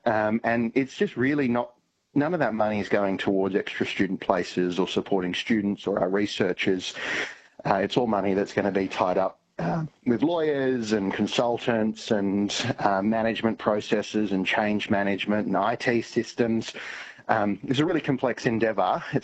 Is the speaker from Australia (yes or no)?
yes; Western Australia, Australia; now in Perth, Australia; I'm a kid from the Kimberley. I moved down here to Perth. I wouldn't have been able to access education if I didn't have family to live down here for the first few years while I found my feet.